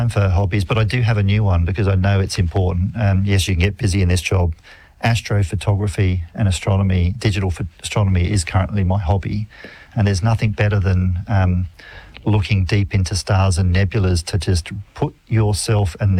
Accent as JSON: {"language": "English", "region": "South Australia", "country": "Australia", "also_born_or_lived": "England", "said": "I was from South Australia."}